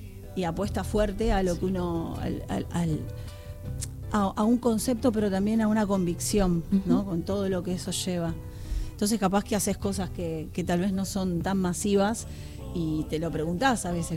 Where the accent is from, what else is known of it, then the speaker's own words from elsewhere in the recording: Valentín Alsina, Buenos Aires Province, Argentina; moved away; Yo soy de Valentín Alsina, anduve por muchos lados, pero ahora en este momento volví a donde, en la época que fui chiquita.